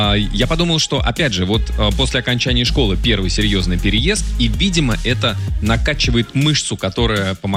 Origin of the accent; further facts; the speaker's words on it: Moscow, Russia; я как москвич